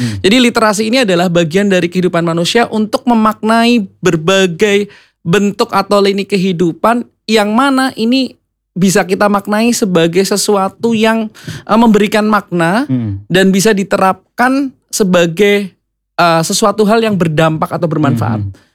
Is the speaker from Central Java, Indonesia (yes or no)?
yes; Kebumen, Central Java, Indonesia; moved away as an adult; now in Purwokerto, Indonesia; Saya aslinya dari Kebumen.